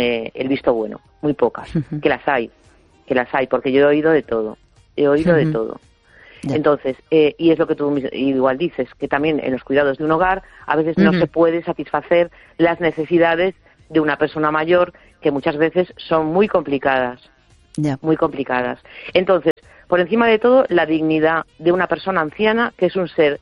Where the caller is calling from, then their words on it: A Coruña, Galicia, Spain; de La Coruña.